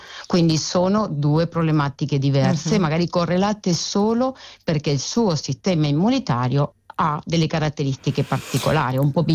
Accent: Argentina; born or raised there; Italian is a second language

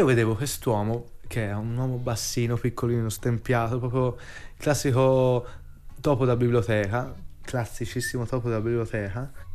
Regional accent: Tuscany, Italy; moved away as an adult; now in Rome, Italy; sono uno studente lavoratore, ho 29 anni la prossima settimana e vengo dalla Toscana, dalla provincia di Firenze, e in questo momento mi trovo a Roma

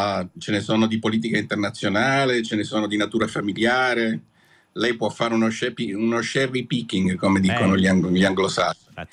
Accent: Sicily, Italy; io sono siciliano.

